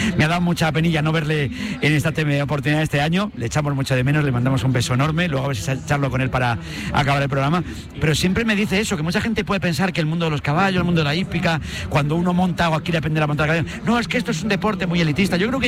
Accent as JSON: {"language": "Spanish", "town": "Mijas", "region": "Andalusia", "country": "Spain", "tie": "born or raised there", "said": "La vida había con Moyano, siempre que andábamos, desde mi pueblo, de Mijas."}